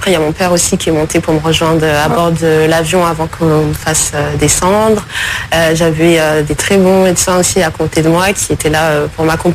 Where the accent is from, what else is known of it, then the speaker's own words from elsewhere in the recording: Comoros; Donc, c'était l'occasion aussi de rencontrer ma famille qui est aux Comores. Je suis originaire des Comores.